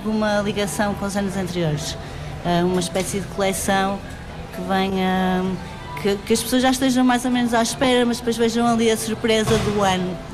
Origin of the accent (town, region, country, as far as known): Porto, Norte, Portugal